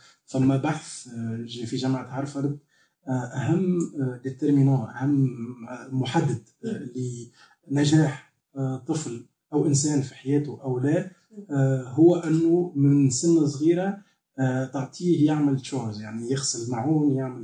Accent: Sousse, Sousse Governorate, Tunisia; بيتي من سوسه، مولود في سوسه، دونك بيتي بيئه بتونسيه عاديه جدا

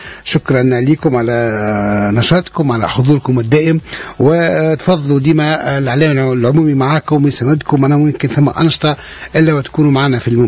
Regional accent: Tunisia; بلادنا تونس الجميلة

